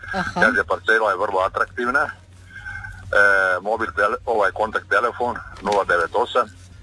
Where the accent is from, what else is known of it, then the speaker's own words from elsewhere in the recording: Zadar, Zadar County, Croatia; now in Gračac, Croatia; Ja sam odrastao u Zadru, Ličanica.